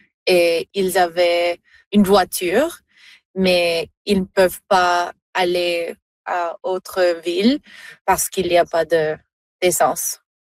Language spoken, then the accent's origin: French; Colombia; now in Toronto, Canada; Même si je vis à Toronto, la Colombie est toujours mon pays. Ma famille est là-bas et j'ai toujours un lien très fort avec le pays.